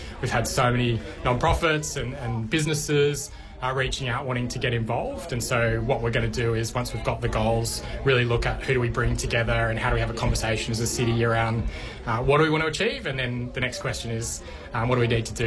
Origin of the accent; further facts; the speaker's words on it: Wollongong, New South Wales, Australia; So I grew up down here in Wollongong. I've still got family here.